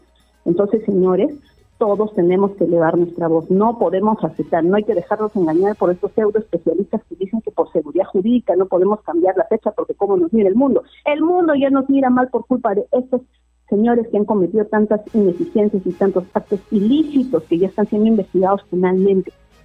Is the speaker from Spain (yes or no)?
no; Ayacucho, Peru; Nosotros somos de la sierra, yo soy ayacuchana, soy huamanguina.